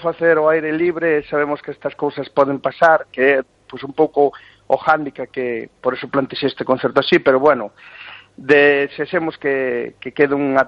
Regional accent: Galicia, Spain; pois eso, que temos que, como galegos, pois unirnos, porque creo que así irános mellor a todos.

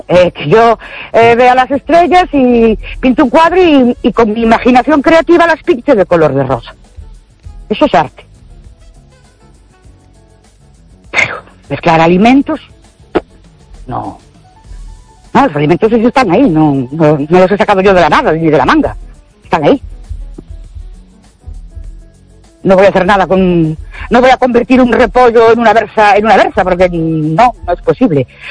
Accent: Ourense, Galicia, Spain; Buenas noches … de Urense.

